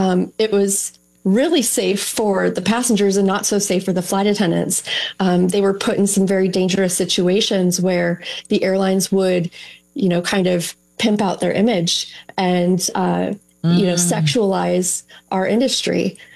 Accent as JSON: {"language": "English", "region": "Arizona", "country": "United States", "said": "I'm from Arizona originally, and I'm based in Phoenix."}